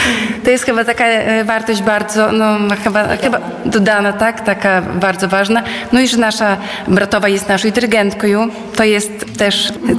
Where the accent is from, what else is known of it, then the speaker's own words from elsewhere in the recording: Łosinka, Podlaskie Voivodeship, Poland; now in Hajnówka, Poland; No ja na przykład dojeżdżaję z Hajnówki, ale pochodzę z Łosinki i też jakby, no, związana sercem z Łosinki, tak, bo tutaj wychowała się, tutaj chodzi do szkoły, tutaj rodzice żyli